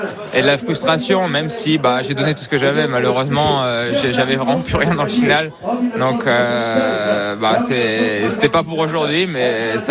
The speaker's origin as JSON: {"language": "French", "region": "Brittany", "country": "France", "said": "Moi, je viens de Bretagne"}